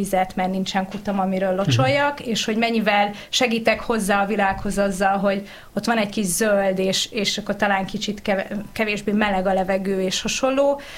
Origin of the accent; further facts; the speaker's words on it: Nyíregyháza, Szabolcs-Szatmár-Bereg, Hungary; gyerekként a Nyíregyházának, ahol én felnőttem